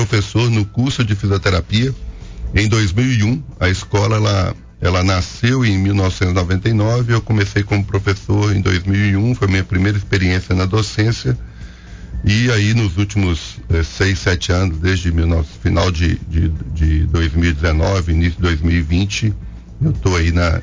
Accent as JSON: {"language": "Portuguese", "town": "Ipatinga", "region": "Minas Gerais", "country": "Brazil", "tie": "born or raised there", "also_born_or_lived": "Coronel Fabriciano", "said": "Eu sou daqui de Coronel Fabriciano, mas sempre morei em Ipatinga, e saí só para estudar, né, para fazer fisioterapia. E depois a gente voltou."}